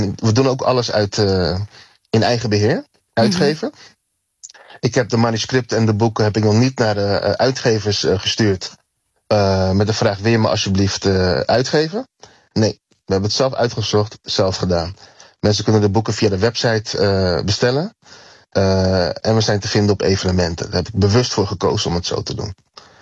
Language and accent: Dutch; Netherlands; ze gaan er niet vanuit dat wij Nederlanders zijn.